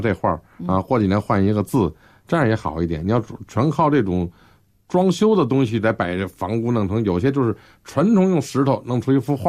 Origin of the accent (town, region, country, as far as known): China